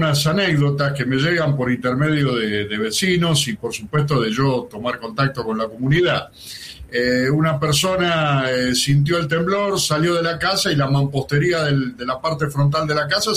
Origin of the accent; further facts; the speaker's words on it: Argentina; Lo que sí, como argentino, y perdóneme que se lo diga